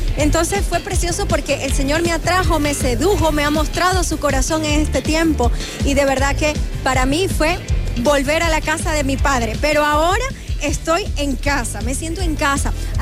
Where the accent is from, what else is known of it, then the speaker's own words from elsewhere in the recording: Spain; Yo vengo de España, fue un vuelo bastante largo, fueron 13 horas.